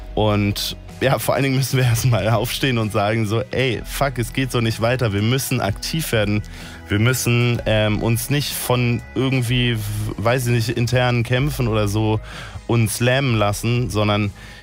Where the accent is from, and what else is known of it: Berlin, Germany